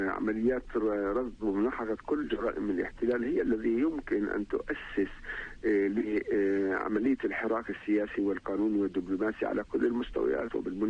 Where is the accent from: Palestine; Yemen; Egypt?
Palestine; لنا كفلسطينيين